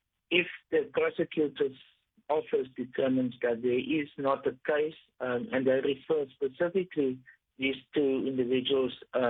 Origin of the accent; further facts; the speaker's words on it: South Africa; But, you know, being a South African myself and what I've seen here